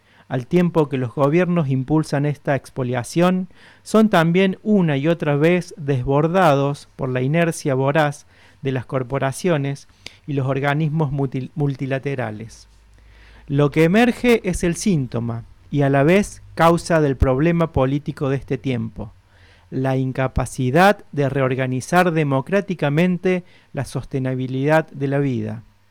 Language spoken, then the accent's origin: Spanish; Argentina